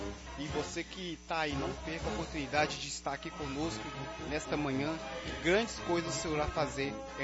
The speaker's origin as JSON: {"language": "Portuguese", "town": "Rodeiro", "region": "Minas Gerais", "country": "Brazil", "said": "sou da cidade de Rodeiro, Minas Gerais."}